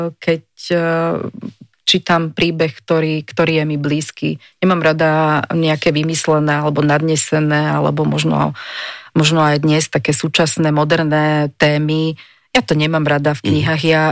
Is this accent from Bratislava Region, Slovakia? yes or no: yes; Modra, Bratislava Region, Slovakia; Tak ja som taký lokál patriot a možno aj tým, že teda pracujem, jednak som z Modrí a pracujem v tom múzeu